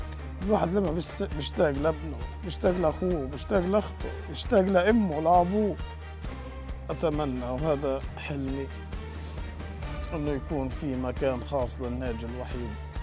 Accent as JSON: {"language": "Arabic", "country": "Palestine", "said": "إحنا كفلسطينيين عنا العزيمة وعنا القوة إنه نرجع نبدأ حياتنا من جديد"}